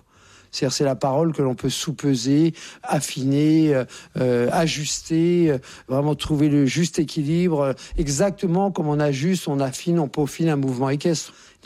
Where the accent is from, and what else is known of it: Courbevoie, Île-de-France, France; born there